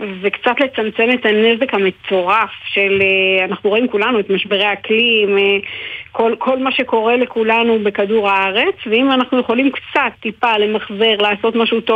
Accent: Northern District, Israel; באזור הצפון ממנו אני באה

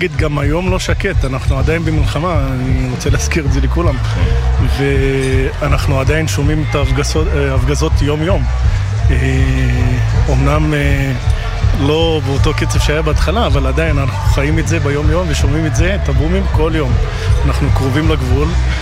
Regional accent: Yanuh-Jat, Northern District, Israel; בן 46, נשוי לתגרית ואבא לניל, רם ולורן. גר בינוך. גדלתי בינוח

